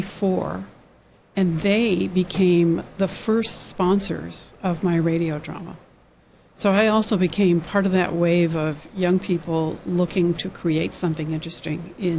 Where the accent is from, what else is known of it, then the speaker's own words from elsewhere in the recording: Tokyo, Japan; moved away; also born or lived in New York / Los Angeles; I grew up in Tokyo, then I lived in New York and L.A., so I didn't know anything about small towns.